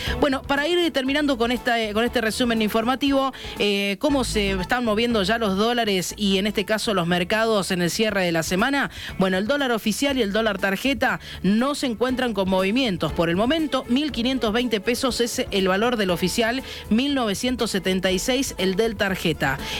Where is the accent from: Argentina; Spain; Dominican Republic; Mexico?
Argentina; como argentinos tenemos que estar preparados